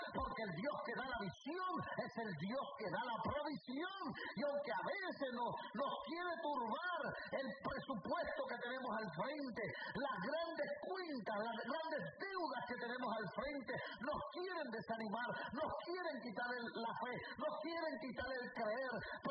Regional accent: Puerto Rico; accent: speaks with the L and the R (Puerto Rican L/R); yo soy puertorriqueño y yo hablo con la L y con la R

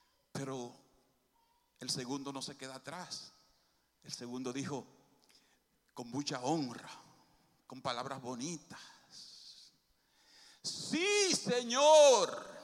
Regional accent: Dominican Republic

